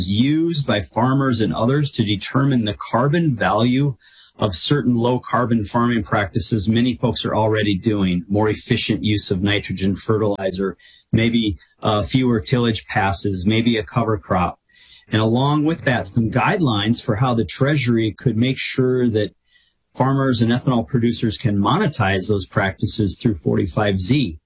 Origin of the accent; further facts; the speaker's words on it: South Dakota, United States; And so Senator Thune of South Dakota, my home state, majority leader, has his work cut out for him.